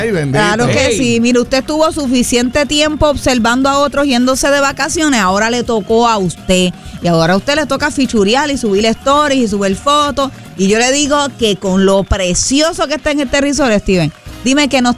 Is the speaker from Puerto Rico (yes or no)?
yes; Caguas, Puerto Rico; now in Bayamón, Puerto Rico; yo soy cagüeña, pero vivo en Bayamón